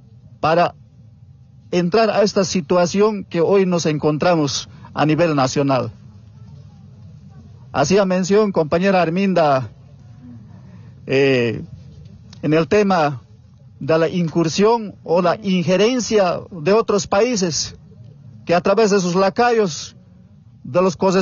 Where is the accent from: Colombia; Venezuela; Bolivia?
Bolivia; nosotros somos originarios de aquí de Bolivia.